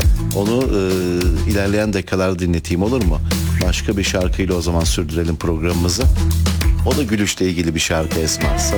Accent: Istanbul, Turkey; Biz İstanbullular olarak

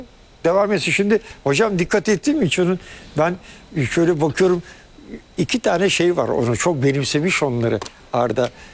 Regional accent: Germany; moved away; ben Almanya'da büyüdüm ben. Tabii. Almanya'da yetiştim yani.

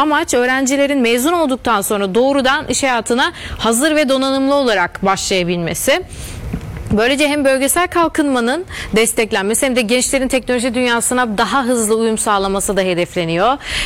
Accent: İnegöl, Bursa, Turkey; İnegöl. Evet, bir İnegöllü olarak.

